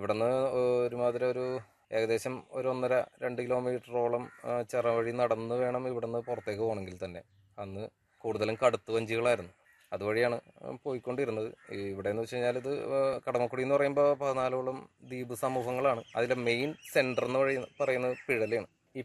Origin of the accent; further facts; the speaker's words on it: Kerala, India; ഞാൻ ജനിച്ചു വളർന്ന ഇവിടെ തന്നെയാണ്.